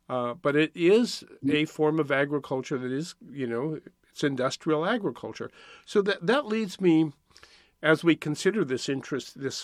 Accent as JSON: {"language": "English", "region": "Montana", "country": "United States", "tie": "born or raised there", "said": "the farm I was raised on up in Montana"}